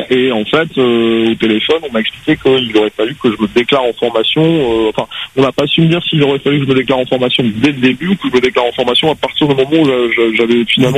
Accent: Réunion; moved away; Là, moi, je suis natif de La Réunion, mais je suis revenu à La Réunion depuis le mois de janvier de l'année dernière.

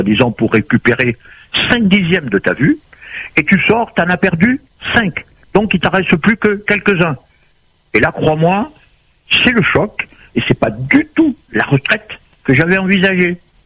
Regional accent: Réunion, France; now in Bordeaux, France; Je suis parti de la Réunion, il devait faire une petite trentaine de degrés. Et je suis arrivé à Bordeaux, il y avait de la neige. C'est la première fois de ma vie que je voyais la neige.

